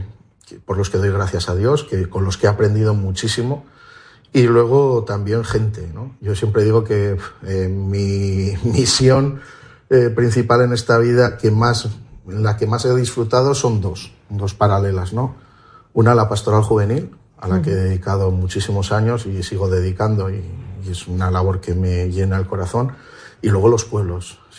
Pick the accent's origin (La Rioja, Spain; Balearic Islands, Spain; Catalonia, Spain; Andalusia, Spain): La Rioja, Spain; San Vicente de la Sonsierra; now in Santo Domingo de la Calzada, Spain; aunque soy de San Vicente de la Sonsierra